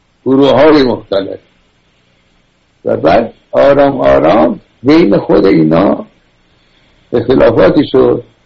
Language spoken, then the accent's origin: Persian; Iran; ما که ایرانی هستیم، تنان دوزار و فلان قد مدنیت داریم، پس چرا ما ذلیل شدیم، کشورمون از دست دادیم؟